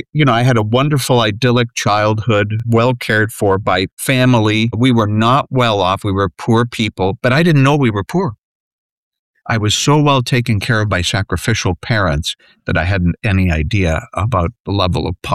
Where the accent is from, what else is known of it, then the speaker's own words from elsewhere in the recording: Kitchener, Ontario, Canada; moved away; Near Toronto, Ontario, Canada. I was born and raised near Kitchener, which is sort of the Lutheran Mecca of Canada.